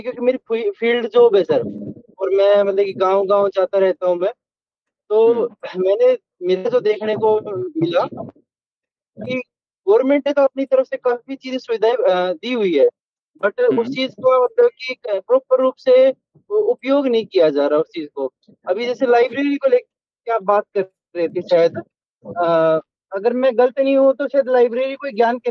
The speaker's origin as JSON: {"language": "Hindi", "town": "Nangal Pathani", "region": "Haryana", "country": "India", "tie": "born there", "moved": "yes", "lives_now": "Charkhi Dadri, India", "said": "और मेरा गांव हुआ नांगल पठानी सर, कोसली के पास।"}